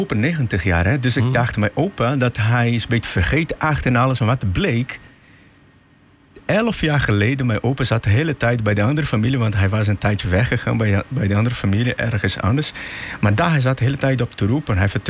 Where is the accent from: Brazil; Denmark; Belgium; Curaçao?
Brazil; Dutch is a second language; moved away as an adult; now in Netherlands; waar ik vandaan kom, is in Paulhausen. Je zegt, rijk van natuur, maar arme van geld.